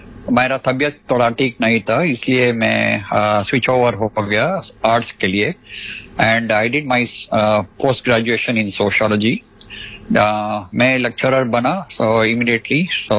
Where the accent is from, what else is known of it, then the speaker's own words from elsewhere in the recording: Bangalore, Karnataka, India; first language Telugu; Hindi is a second language; मैं बैंगलोर से हूँ। I was born and brought up in Bangalore and I M A Karnataka by birth, even though मेरा mother tongue Telugu है।